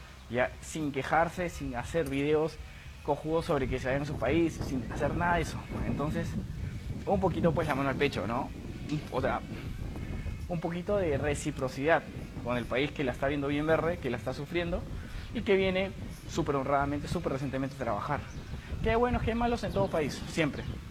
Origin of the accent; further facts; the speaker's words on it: Peru; te das cuenta de la diferencia y te duele como peruano, te lo digo, como peruano a mí me dolió.